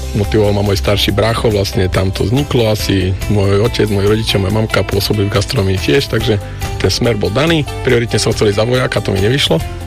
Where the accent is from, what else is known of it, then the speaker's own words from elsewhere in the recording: Poprad, Prešov Region, Slovakia; moved away as an adult; also born or lived in Prague / Ireland; now in Senec District, Slovakia; pochádzam z Popradu. Teraz dlhodobo žijem už v okrese Senec.